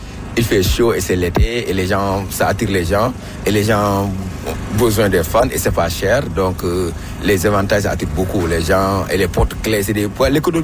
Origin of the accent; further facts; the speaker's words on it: Senegal; now in Toronto, Canada; Je viens du Sénégal, l'Afrique de l'Ouest.